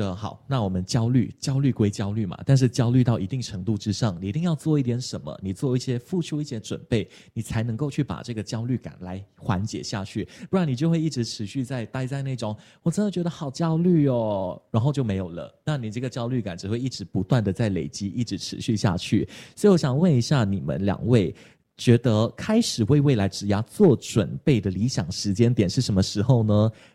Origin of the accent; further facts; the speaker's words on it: Malaysia; now in Taiwan; 就像是我自己，我是马来西亚来到台湾留学的